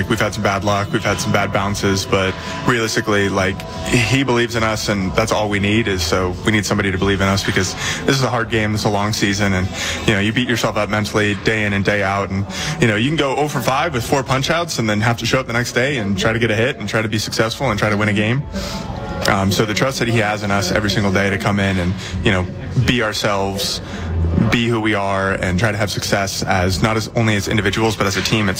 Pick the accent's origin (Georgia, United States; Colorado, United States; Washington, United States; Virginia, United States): Washington, United States; Seattle; born there; moved away; And so it'll be my first time playing against my hometown team. And so I grew up being a Mariners fan.